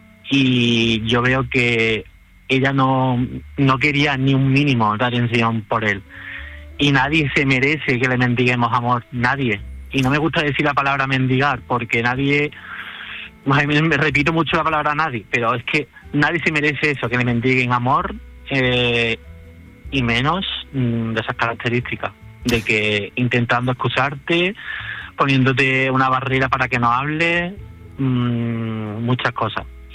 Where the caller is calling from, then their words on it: Cabra, Andalusia, Spain; desde Cabra, Córdoba.